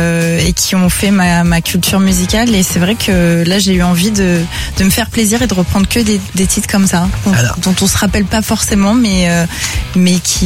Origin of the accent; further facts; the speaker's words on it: Paris, Île-de-France, France; C'est vrai qu'en tant que parisien, on pense pas forcément.